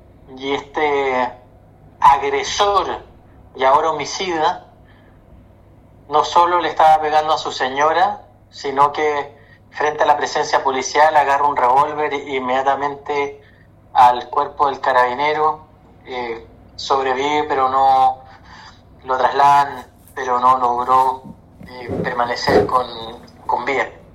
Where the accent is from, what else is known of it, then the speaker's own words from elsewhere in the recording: Chile; todos como buenos chilenos nos afecta muchísimo